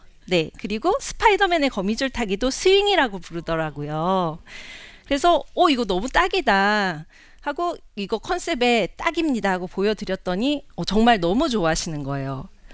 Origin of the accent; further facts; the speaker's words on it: South Korea; 한국에서 태어나서 한국에서 쭉 산 저 같은 사람들도